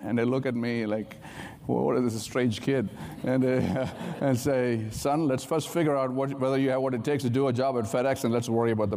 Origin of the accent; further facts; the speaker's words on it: Kerala, India; born there; I was born in India, in a small state of Kerala, right on the southern side of the Florida of India, let's say.